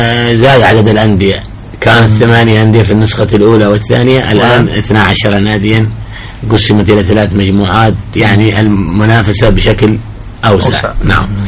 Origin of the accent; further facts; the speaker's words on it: Hadramawt, Yemen; عندنا في حضرموت